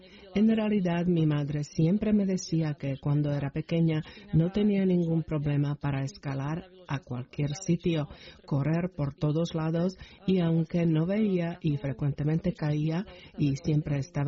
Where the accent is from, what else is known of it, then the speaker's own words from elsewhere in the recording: southern Slovakia, Slovakia; also born or lived in Levoča; provengo del sur de Eslovaquia y, aunque no se trata de una tierra plana, tampoco es montañosa